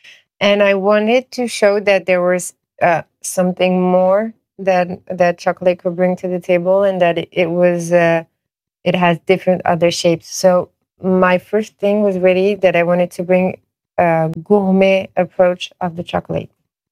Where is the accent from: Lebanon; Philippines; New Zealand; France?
France; Paris, Île-de-France; Because for me, and I was born and raised in Paris, so I think for a lot of other Parisians too, you don't go to Opéra unless, fine, it's more for tourists.